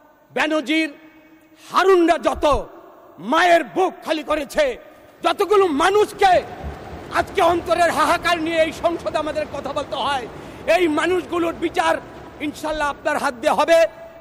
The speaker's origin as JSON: {"language": "Bangla", "town": "Munshiganj", "region": "Dhaka Division", "country": "Bangladesh", "said": "আমি মুন্সিগঞ্জের মানুষ।"}